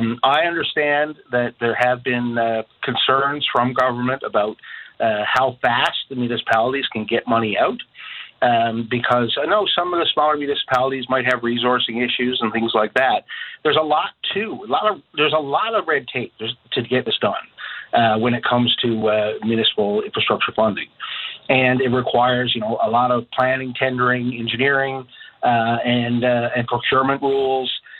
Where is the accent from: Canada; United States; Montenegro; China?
Canada; Corner Brook, Newfoundland and Labrador; my hometown and in Cornerbrook